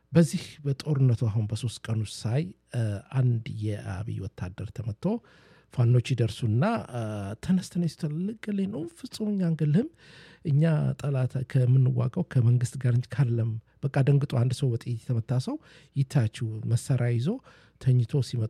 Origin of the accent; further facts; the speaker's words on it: Dire Dawa, Ethiopia; አዎ በእርግጥም አማራ ነኝ ግን ንጹህ ኢትዮጵያዊ ነኝ አማራ ሰው ደግሞ ድሬዳዋ ተወልጄ አደኩኝ